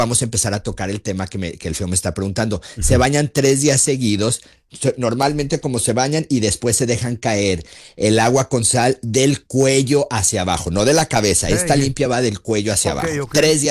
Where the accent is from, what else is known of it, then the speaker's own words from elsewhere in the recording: Guadalajara, Jalisco, Mexico; soy tapatío, soy chiva de corazón. Yo ya soy de Guadalajara, Jalisco